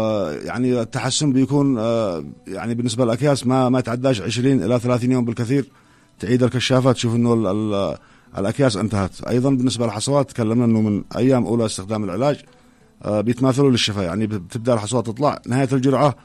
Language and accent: Arabic; Yemen; عندنا في اليمن